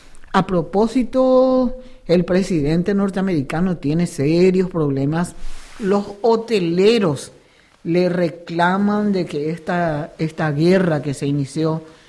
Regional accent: Paraguay; Orgullosa como mujer y orgullosa también como paraguaya

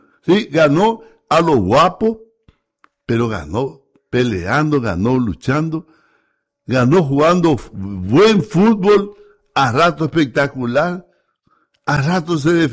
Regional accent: Paraguay; hoy todos los paraguayos estamos contentos

